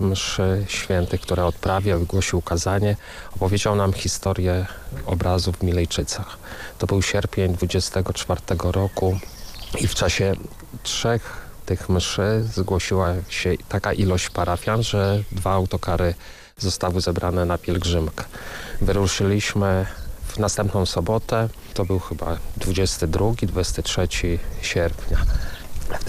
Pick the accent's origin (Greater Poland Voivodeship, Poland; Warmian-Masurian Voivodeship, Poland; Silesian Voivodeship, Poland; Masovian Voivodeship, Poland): Masovian Voivodeship, Poland; Warsaw; jestem z Warszawy, z parafii imienia Najświętszej Marii Panny z Międzylesia.